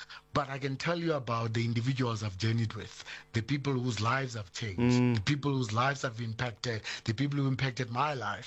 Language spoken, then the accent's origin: English; South Africa; born there; Yet I also see myself as a South African, because I'm born in this country and I identify with this country proudly.